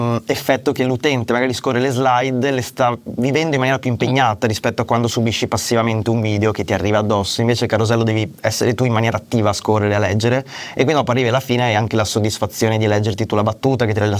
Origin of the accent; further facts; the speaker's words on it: Veneto, Italy; Io sono veneto